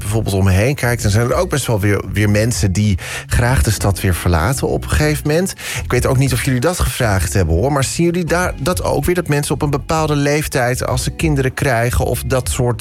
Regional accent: Den Helder, North Holland, Netherlands; now in Amsterdam, Netherlands; Ik ben opgegroeid in Den Helder. Nou, dat is niet echt een dorp, ook niet echt een stad. Nee. Het hangt er een beetje tussenin. Ik woon nu in Amsterdam.

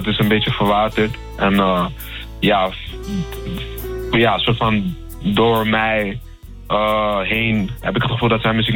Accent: Netherlands; ik ben in Nederland opgegroeid, ook hier geboren, maar ik ga heel vaak terug naar Ghana en heb sterke roots daar.

